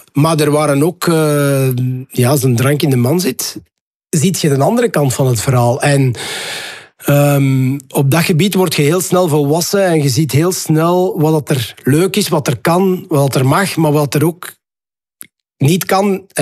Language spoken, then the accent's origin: Dutch; Ninove, Flanders, Belgium; Dan zitten we in Ninove. Ik ben geboren en getogen in Ninove.